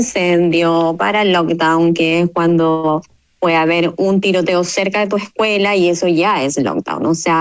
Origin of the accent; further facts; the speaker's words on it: Chile; moved away as an adult; now in United States; porque también en las universidades en Chile tenemos muy buenas universidades.